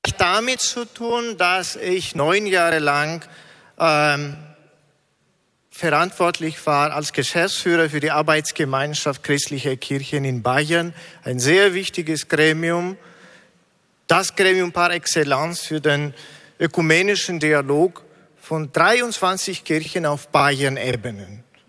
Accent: Greece; moved away as an adult; now in Germany; Also ich bin in Griechenland geboren und aufgewachsen. 97% der Bevölkerung sind orthodoxe Christen.

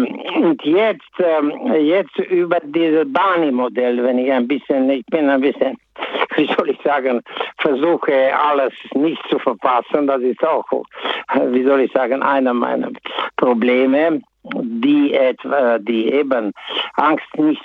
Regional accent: Transylvania, Romania; moved away as an adult; now in Todtnau, Germany; Ich musste meine Heimat verlassen. Ich bin in Siebenbürgen geboren. Die Umstände waren so, dass ich das nicht mehr ausgehalten hatte. Und mehr oder weniger musste ich sie verlassen. Und dann bin ich nach Deutschland gekommen.

